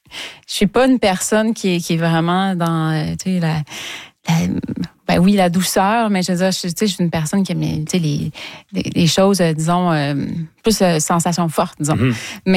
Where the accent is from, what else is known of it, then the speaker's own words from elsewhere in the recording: Trois-Rivières, Quebec, Canada; moved away; je viens de Trois-Rivières. J'ai habité longtemps à Trois-Rivières